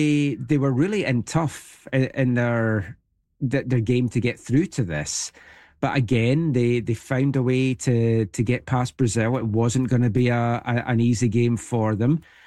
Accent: Scotland, United Kingdom; Even as a Scot, I have to give a lot of credit to them.

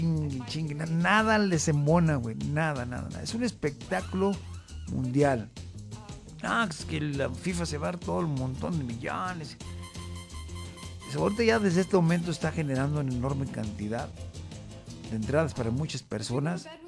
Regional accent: Mexico; qué conflictivos y mamones somos los mexicanos.

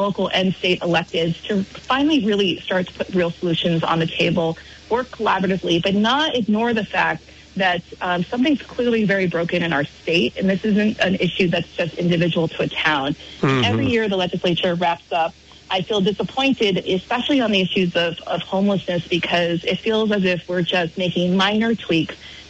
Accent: Barre, Vermont, United States; I grew up in Barrie, and I say Barrie in particular because Barrie has also had a reputation.

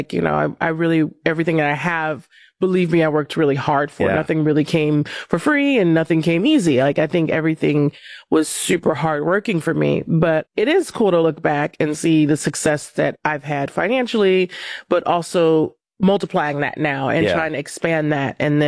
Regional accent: Compton, California, United States; When I started tennis, first of all, I'm from Compton, California, and I remember playing on these courts

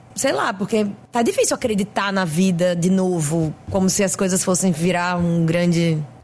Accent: Natal, Rio Grande do Norte, Brazil; moved away; Bom, gente, eu sou do Rio Grande do Norte, mais especificamente de Natal. Saí de Natal alguns anos pra morar no Sudeste e fazer minha carreira de cantora e artista.

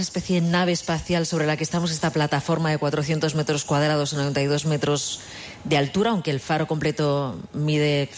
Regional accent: Madrid, Community of Madrid, Spain; born there; Casi nadie, incluso los que somos nacidos de Madrid

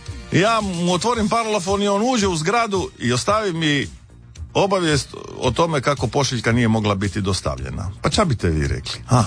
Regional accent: Istria County, Croatia; Bogu hvala, ja sam Istrijan.

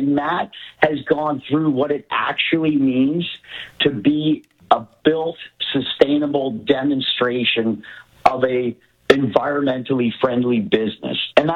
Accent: Niagara, Ontario, Canada; You know, Niagara, I've been born and raised in Niagara, and there's so many things to love about it.

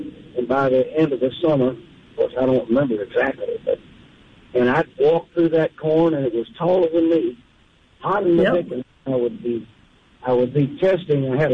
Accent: Mississippi, United States; I grew up on the Mississippi State campus. And back in the 50s, when I was a youngster, I worked for the experiment station down in the cornfields and cotton.

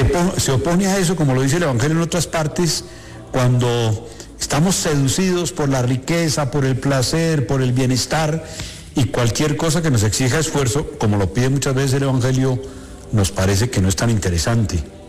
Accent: Colombia; en nuestro ambiente, al menos colombiano

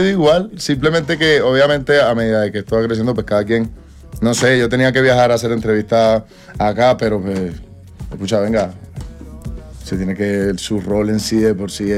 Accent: Colombia; yo soy colombiano, yo soy de aquí.

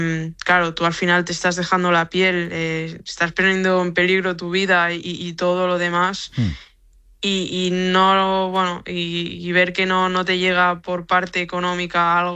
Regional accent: Lloret de Mar, Catalonia, Spain; also born or lived in Blanes; Sí, nací en Blanes, pero bueno, de siempre he estado en Lloret y bueno, o sea, es mi pueblo, Lloret de Mar.

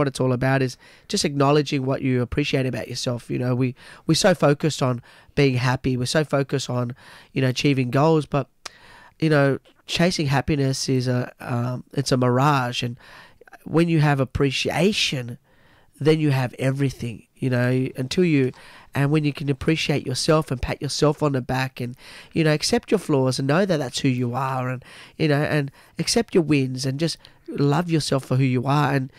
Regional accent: Tasmania, Australia; this is growing up in Tasmania in the 90s, like, racism was so bad, you know, like, you know, I was one of very few black people in Tasmania as it is

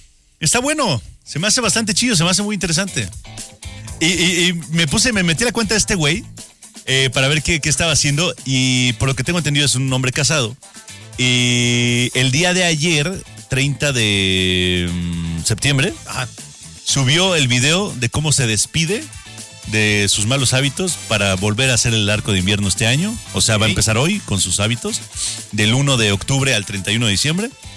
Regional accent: Mexico; Y así somos aparte los mexicanos.

